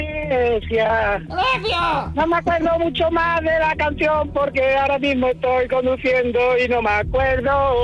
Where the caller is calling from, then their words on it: Castellterçol, Catalonia, Spain; Desde un pueblo de Barcelona, Castellterçol.